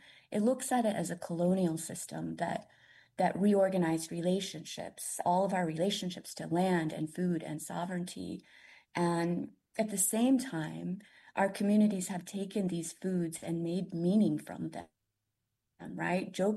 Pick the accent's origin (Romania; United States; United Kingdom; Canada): United States; Tulsa, Oklahoma; So I grew up in Tulsa, and, you know, we lived outside of the reservation boundaries, so we weren't eligible for commodity foods.